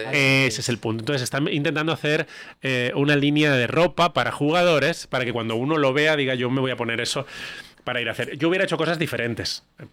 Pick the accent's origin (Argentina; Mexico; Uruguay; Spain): Spain